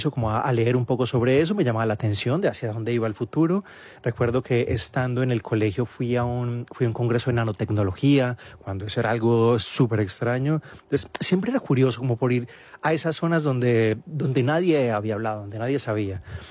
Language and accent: Spanish; Medellín, Antioquia, Colombia; also born or lived in Marinilla / Manizales / Turbo / Montería; Yo nací en Medellín, después de eso mis padres se fueron a Marinilla